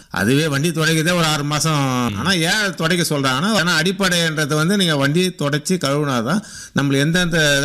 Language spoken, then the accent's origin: Tamil; Puducherry, India; பிறந்தது பாண்டிச்சேரி தான் சார். லாஸ்பேட்டையில் செல்லபெருமாள்பேட்டை ஊரில் பிறந்தேன்.